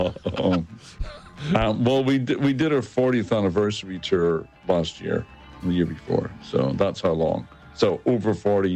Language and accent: English; Ireland; I mean, I'm from Ireland. I'm Irish, and Halloween is an Irish holiday.